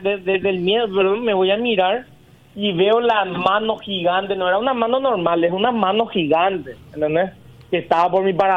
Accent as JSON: {"language": "Spanish", "country": "Paraguay", "said": "yo soy un paraguayo"}